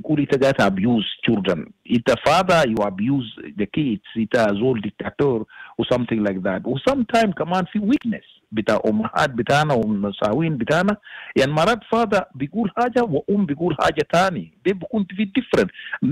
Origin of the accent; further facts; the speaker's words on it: South Sudan; now in Australia; I'm from South Sudan as well.